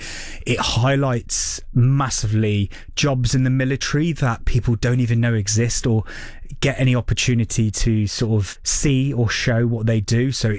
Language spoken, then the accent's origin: English; Ireland; So Andrew Scott, as an Irishman, and also I'm an Irishman, and I was in the Royal Irish Regiment